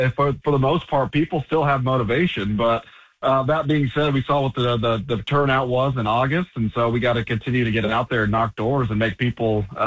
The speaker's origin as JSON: {"language": "English", "town": "Garden City", "region": "Kansas", "country": "United States", "said": "I'm from Garden City."}